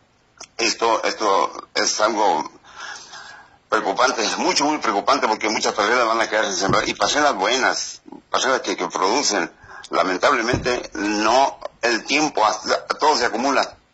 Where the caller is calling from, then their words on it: Mexico; Defendamos a México como buenos mexicanos.